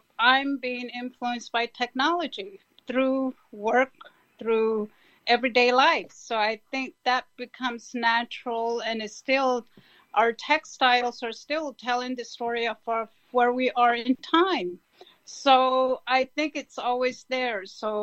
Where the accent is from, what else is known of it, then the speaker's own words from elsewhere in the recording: United States; first language Navajo; English is a second language; I learned weaving in my first language, which was Navajo.